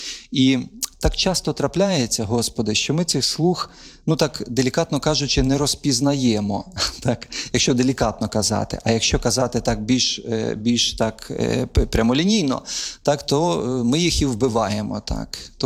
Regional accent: Vinnytsia Oblast, Ukraine; я з Вінниччини, а там нас багато дуже євреїв жило на той час, я з ними ріс

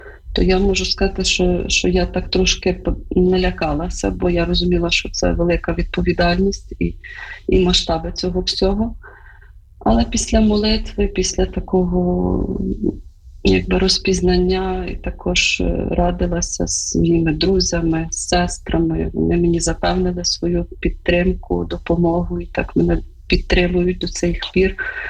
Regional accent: Zhytomyr, Zhytomyr Oblast, Ukraine; Ну, я народилася в Житомирі і виросла.

